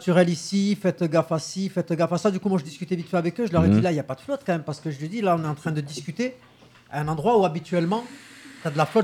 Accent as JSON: {"language": "French", "country": "Algeria", "moved": "yes", "lives_now": "France", "said": "C'est comme si j'étais chez moi en Algérie"}